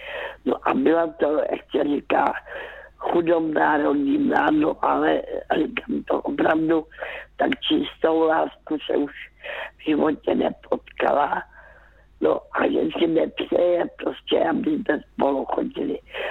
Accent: Karolinka, Zlín Region, Czechia; born there

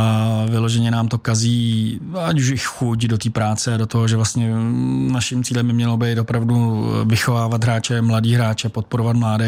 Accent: South Bohemian Region, Czechia; já jsem rád, že u nás v Jižních Čechách se daří, že prostě přicházejí mladí, noví do vedení klubů

